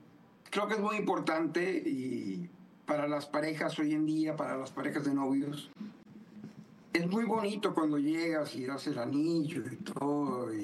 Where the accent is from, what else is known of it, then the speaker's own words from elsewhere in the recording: Matamoros, Tamaulipas, Mexico; also born or lived in Brownsville, United States; now in Houston, United States; aproximadamente ya 35 años aquí en Houston viviendo. Mis orígenes son de México, de una ciudad chiquita. Bueno, nací en Brownsville, que es frontera, pero viví toda mi vida en México, en Matamoros, ¿no?